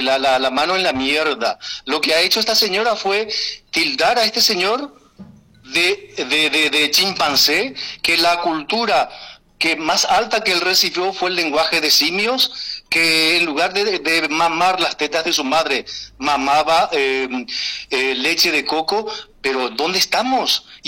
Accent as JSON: {"language": "Spanish", "country": "France", "said": "Yo les digo a ellos, pues yo soy francés y les saco mi documento para defenderme."}